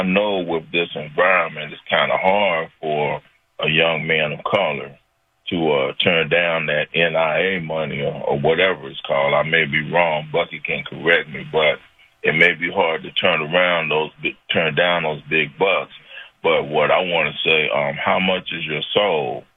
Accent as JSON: {"language": "English", "town": "Nashville", "region": "Tennessee", "country": "United States", "moved": "yes", "lives_now": "Los Angeles, United States", "said": "I'll be 72 in September. And what I wanted to say, originally I'm from Nashville, Tennessee, and I've seen a lot of things in the 60s."}